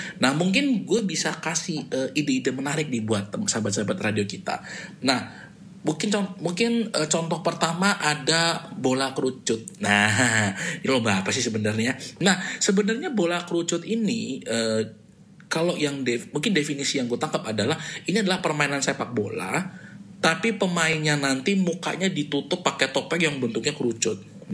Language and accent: Indonesian; Indonesia; now in Melbourne, Australia; ketika kita berada di tempat asal kita ya di Indonesia